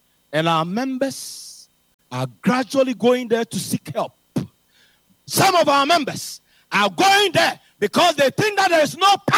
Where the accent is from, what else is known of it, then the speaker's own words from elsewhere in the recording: Ghana; I'm coming from West Africa. Specifically Ghana.